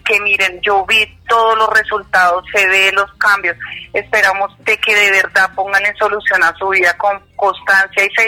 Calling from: Granada, Antioquia, Colombia

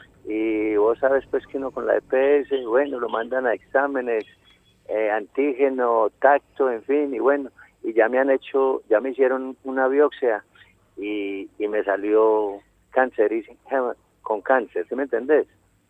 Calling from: Copacabana, Antioquia, Colombia; yo vivo en Copacabana.

